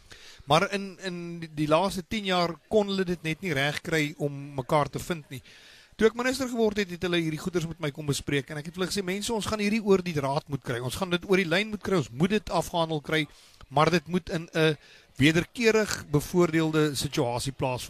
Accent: Tzaneen, Limpopo, South Africa; born or raised there

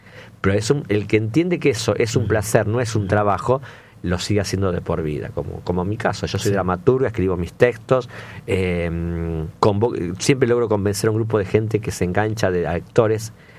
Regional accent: Rosario, Santa Fe, Argentina; yo como rosarina que soy, amo esta ciudad

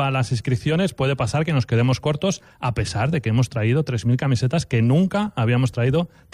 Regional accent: Spain; como somos españoles, siempre lo dejamos siempre para última hora

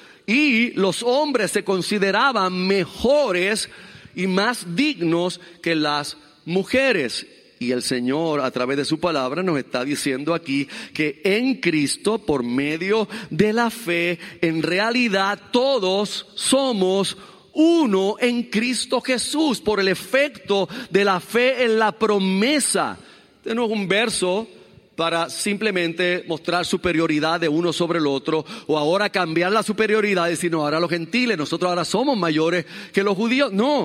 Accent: Puerto Rico; nosotros seguimos siendo boricuas

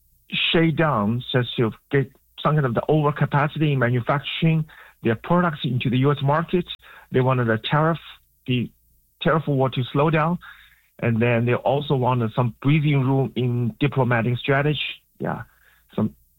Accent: Canada; We, as Canadian, we want to at the table.

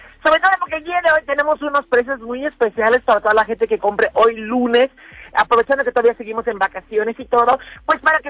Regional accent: Yucatán, Mexico; Somos yucatecas, somos yucatecos.

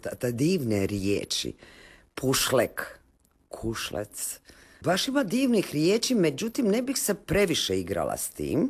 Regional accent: Dalmatia, Croatia; accent: Dalmatian (Chakavian); first language Chakavian; moved away as an adult; also born or lived in Dubrovnik, Croatia; now in Zagreb, Croatia; moj dalmatinski je prepun talijanštine. Kao što je ovdje njemačkog i mađarskog, ne. Međutim, onda je, kako smo imali to malo obojane vokale kad smo došli iz Dubrovnika

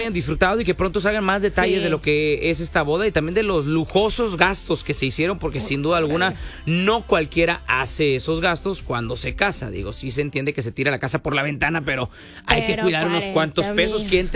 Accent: Mexico; uno como mexicano

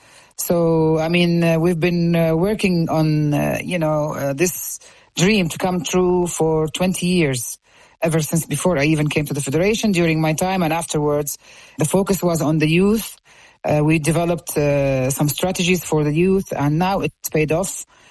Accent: Jordan; I'm from Jordan, and Jordan, of course, qualified for the first time for the World Cup.

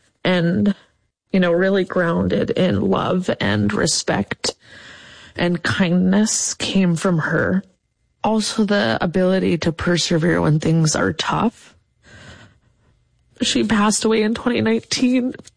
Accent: Clark's Point, Alaska, United States; Yeah, my grandmother was Manchoq when I was raised with her in Clark's Point in Bristol Bay.

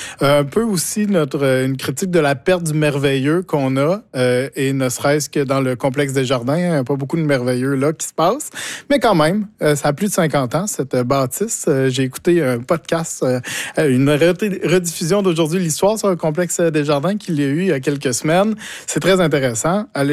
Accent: Quebec, Canada; moved away as an adult; now in Rimouski, Canada; Moi, je viens pas de la région, je viens de l'Estrie en fait, et j'ai déménagé en 2015, entre autres pour les études, aussi pour l'amour.

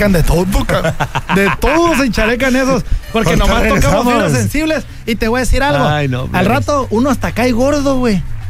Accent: Mexico; Imagínate que como todo mexicano.

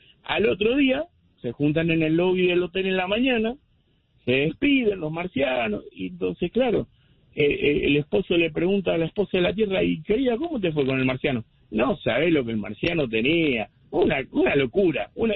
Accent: Argentina; now in New York, United States; a los argentinos, mis paisanos

